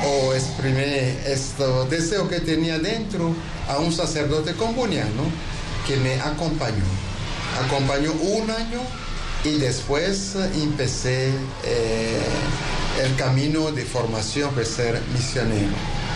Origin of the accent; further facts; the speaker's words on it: Togo; moved away as an adult; also born or lived in Congo; now in Esmeraldas, Ecuador; Yo soy del Togo, de África. Llegué acá en Ecuador hace 5 años, 4 años como párroco en San Lorenzo, 1 año en la Merced.